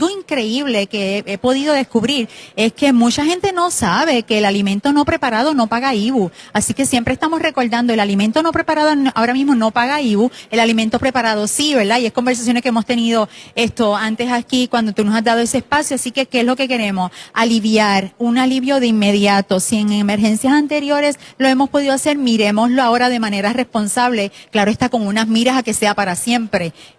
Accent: San Lorenzo, Puerto Rico; Yo soy de San Lorenzo, pero estudié en la UPR de Humacao, así que yo soy un abuito por ahí, graduada hace par de años atrás.

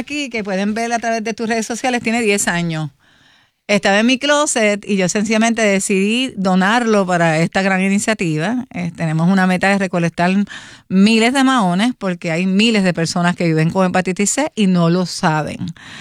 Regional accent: Puerto Rico; donde único le dicen en el mundo mahones a esta pieza somos los puertorriqueños.

